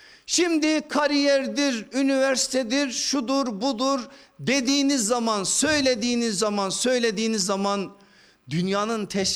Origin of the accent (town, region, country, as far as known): Erzurum, Turkey